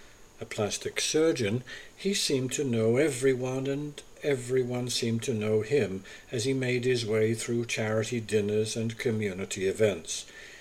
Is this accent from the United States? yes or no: no; Hong Kong; I was born in Hong Kong in the 1970s to a French mother and a Chinese father. And long before I became a cookbook author, this city taught me how to think about food.